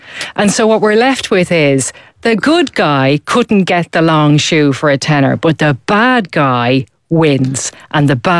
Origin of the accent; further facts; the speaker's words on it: Leinster, Ireland; I grew up in Leash, yeah.